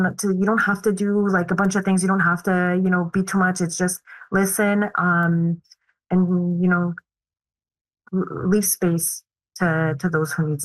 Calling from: Montreal, Quebec, Canada; I'm speaking from Montreal.

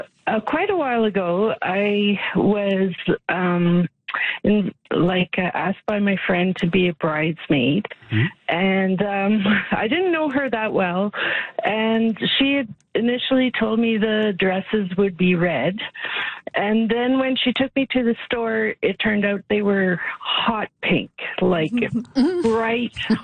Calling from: Edmonton, Alberta, Canada; I am calling from Edmonton.

